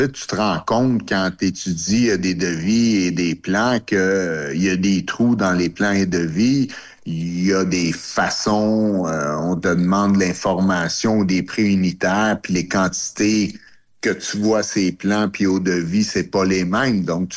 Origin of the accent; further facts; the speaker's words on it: Laval, Quebec, Canada; born there; also born or lived in Montreal; Oui, je suis né à Montréal. J'ai habité à Laval pendant 24 ans. Puis par après, je suis déménagé sur la couronne nord de Laval.